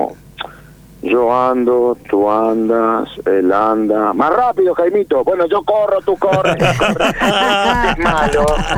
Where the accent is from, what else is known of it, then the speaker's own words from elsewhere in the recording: Morteros, Córdoba, Argentina; moved away as an adult; now in Brinkmann, Argentina; Yo nací en Morteros.